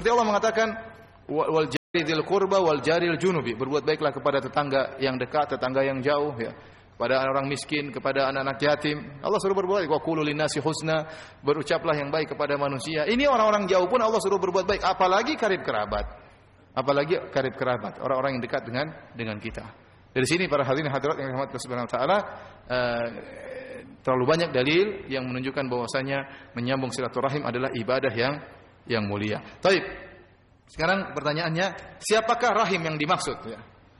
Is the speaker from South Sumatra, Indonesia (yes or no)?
no; South Sulawesi, Indonesia; Ya, saya orang Bugis, ente orang Madura.